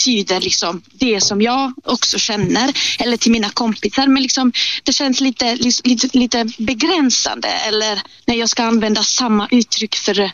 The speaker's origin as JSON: {"language": "Swedish", "country": "Italy", "second_language": "Swedish", "moved": "yes", "lives_now": "Sweden", "said": "vi som italienare"}